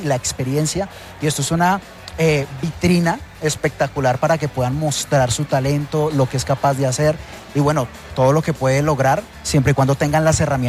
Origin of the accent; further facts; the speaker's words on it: Llanos Orientales, Colombia; nosotros como llaneros, como nuestra región